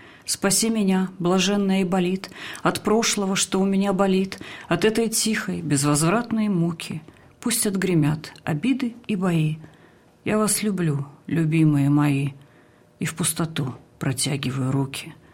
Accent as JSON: {"language": "Russian", "country": "Belarus", "said": "мы скажем, белорусы, посмотри в шуфлядке."}